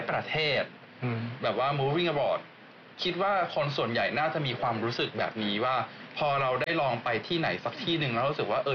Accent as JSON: {"language": "Thai", "region": "Bangkok", "country": "Thailand", "moved": "as an adult", "lives_now": "Japan", "said": "ตอนอยู่ไทยผมอยู่กรุงเทพเนาะผมเป็นคนกรุงเทพ"}